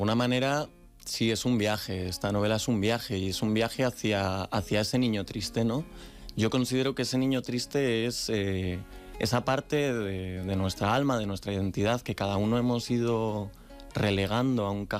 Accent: Salamanca, Castile and León, Spain; now in Madrid, Spain; hablo como provinciano, como orgullosamente salmantino

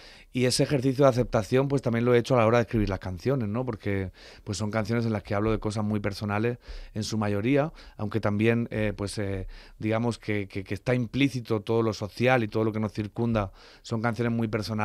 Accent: southern Spain, Spain; los que somos del sur de España

